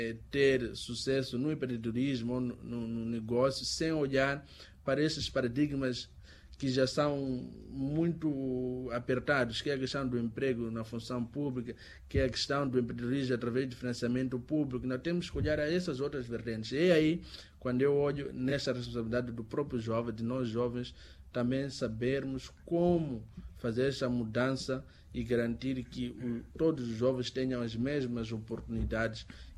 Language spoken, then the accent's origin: Portuguese; Tete, Mozambique; eu sou de Tete